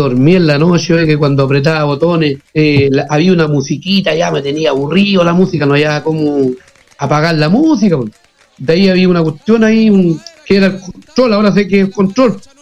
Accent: Monte Águila, Biobío, Chile; Y yo le dije, oiga, es que yo soy de Monte Águila, soy del campo, y voy a donde Enrique Maluenda.

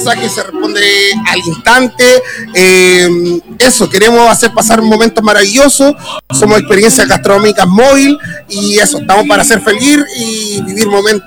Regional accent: Graneros, O'Higgins, Chile; somos de Rancagua, Machalí, Granero en mi caso

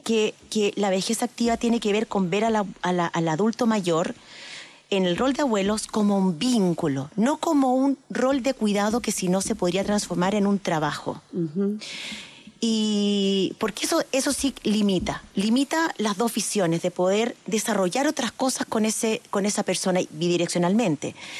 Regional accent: Chile; nosotros en Chile

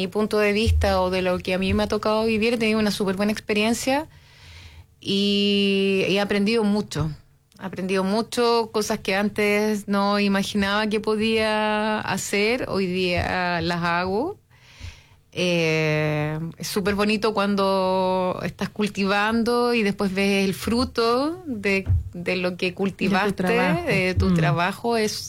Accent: Santiago, Santiago Metropolitan Region, Chile; now in rural area, Chile; yo soy de Santiago, donde la rutina es súper loca

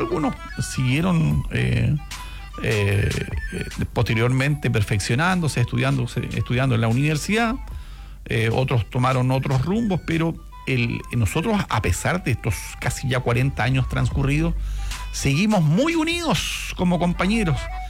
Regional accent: Coyhaique, Aysén, Chile; born there

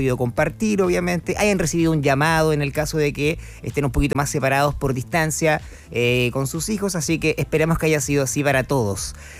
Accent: Chile; Nosotros, como chilenos

